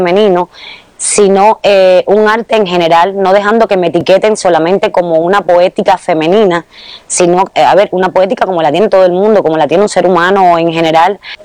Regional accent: Pinar del Río, Cuba; Soy de la provincia de Pinar del Río, la provincia más occidental de Cuba, donde todas las personas son muy sanas, muy nobles, muy sencillas, y me crié con mis abuelos

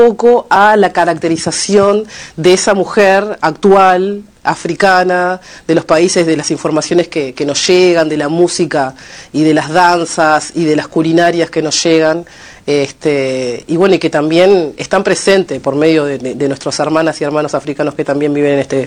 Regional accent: Uruguay; somos latinoamericanos y bueno, somos afro-uruguayos, sabemos dónde están nuestras raíces

